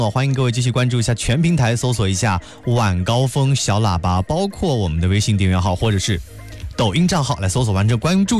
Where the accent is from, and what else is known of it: China